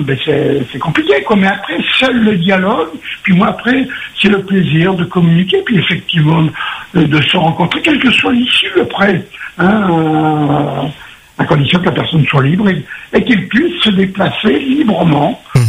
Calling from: Bordeaux, Nouvelle-Aquitaine, France; je suis sur Bordeaux.

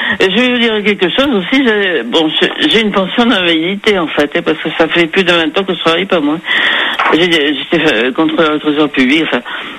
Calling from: Nouvelle-Aquitaine, France; je suis à Villeneuve, je suis à côté de Bordeaux, Villeneuve

